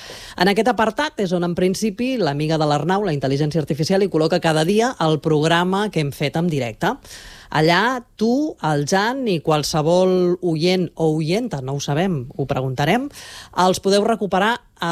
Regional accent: Vilanova i la Geltrú, Catalonia, Spain; jo sóc de Vilanova i la Geltrú

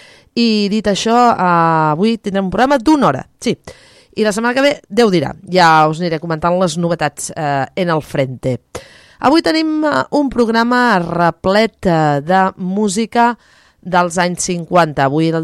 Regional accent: Cubelles, Catalonia, Spain; aquí als estudis de Ràdio Cubelles del meu poble

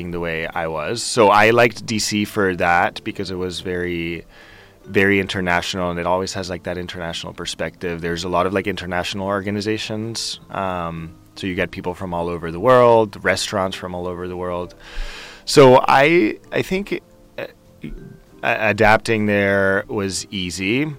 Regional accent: Sant Just Desvern, Catalonia, Spain; first language Spanish; English is a second language; moved away as an adult; also born or lived in New York; especially like growing up in Sant Just, Barcelona was like, it's like the city, right?

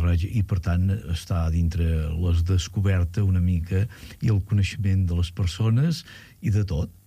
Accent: Catalonia, Spain; now in Arenys de Mar, Spain; els que som de l'interior

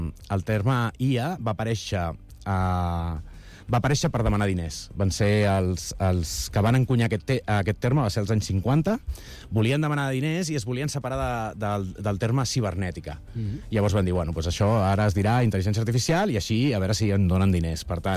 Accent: Catalonia, Spain; I clar, jo volia agafar aquest esperit, no?, que tenim com a catalans de no sé, del granet de sorra i de canviar el món

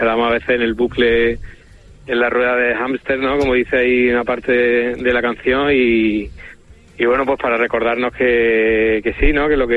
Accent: Córdoba, Andalusia, Spain; pues Valencia es la primera que, digamos, ciudad que nosotros somos de Córdoba

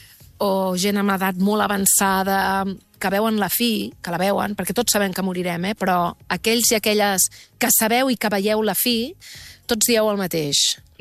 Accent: Catalonia, Spain; m'obre moltes més portes dir que soc del Barça, que soc sòcia del Barça, de parlar de Catalunya o de Barcelona

